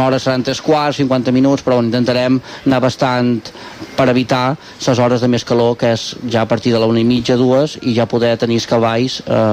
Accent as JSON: {"language": "Catalan", "town": "Sant Lluís", "region": "Balearic Islands", "country": "Spain", "said": "soc molt de, sempre ho dic, soc molt de Sant Lluís"}